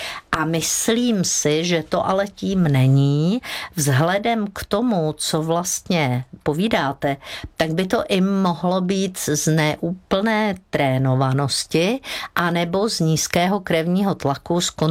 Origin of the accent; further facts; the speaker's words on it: Prague, Czechia; Tak u vás se to nedělalo, u nás na Žižkově, to víte, tam se děly věci.